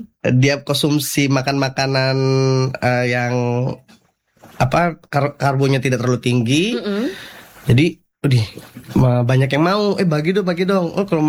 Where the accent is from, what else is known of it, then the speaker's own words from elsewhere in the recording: Jakarta, Indonesia; now in Kupang, Indonesia; Kebetulan saya asli dari Jakarta